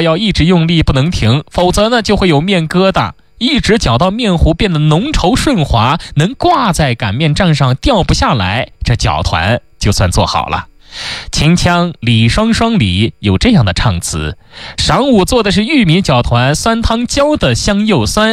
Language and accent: Chinese; Northwest China, China; 那也是承载着我们西北人的早餐记忆